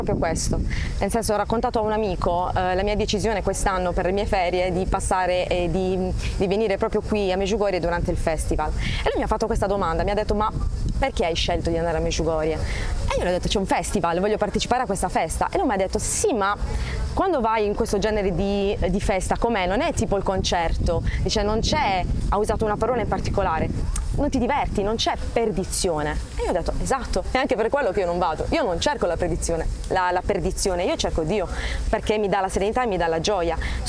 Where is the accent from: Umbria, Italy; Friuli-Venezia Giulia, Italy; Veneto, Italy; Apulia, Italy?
Apulia, Italy; Bari; vengo da Bari, dall'Italia.